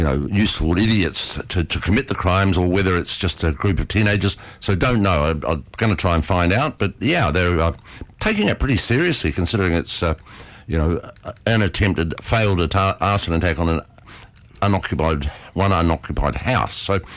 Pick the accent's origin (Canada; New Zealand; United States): New Zealand; Growing up in New Zealand, we had one.